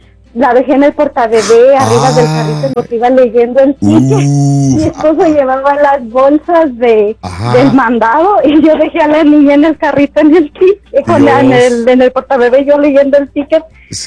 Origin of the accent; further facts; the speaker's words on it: El Acebuche, Guanajuato, Mexico; Soy de un pueblito que se llama El Acebuche, Tarimoro